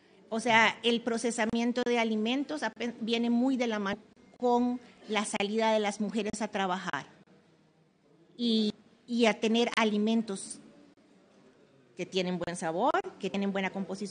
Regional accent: Costa Rica; soy de Costa Rica. ¿Eh? En mi país tiembla mucho, aquí tiembla mucho.

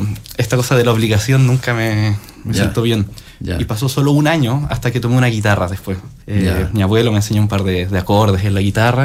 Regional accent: Coquimbo, Chile; yo estuve en una escuela de música en La Serena, soy de Coquimbo, y estuve 3 años ahí

